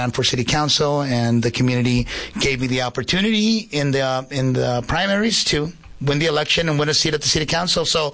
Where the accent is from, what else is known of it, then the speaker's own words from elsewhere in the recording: Somerton, Arizona, United States; also born or lived in Yuma, Arizona / San Luis, Mexico; Well, I was raised in Somerton. I was born in Yuma, lived in San Luis, Mexico for 5 years, and then my family moved to Somerton, where that's been home for us since then. So like 1980, went through the education system in Somerton